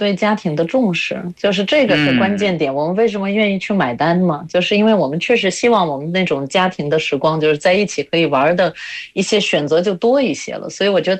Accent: Latvia; Chinese is a second language; 我是来自拉脱维亚的

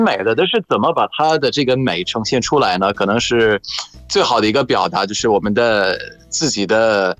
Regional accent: Egypt; 我们就是埃及人

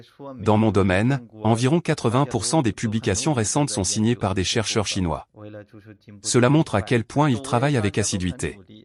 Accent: Oran, Oran Province, Algeria; moved away as an adult; now in Dalian, China; Je viens d'Oran, en Algérie. Comme Dalian, c'est une ville côtière.

